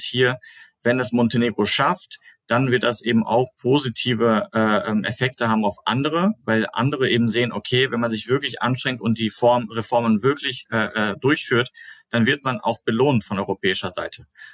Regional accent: North Rhine-Westphalia, Germany; Ich komme aus dem Sauerland, das ist so ungefähr wie Dortmund die Größe.

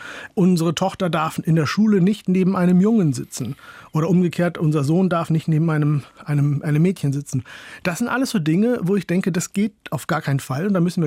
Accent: Holland-Vielenfleet, Northern Germany, Germany; Da sage ich, ja, richtig komme ich aus Norddeutschland, nämlich aus Holland-Vielenfleet.

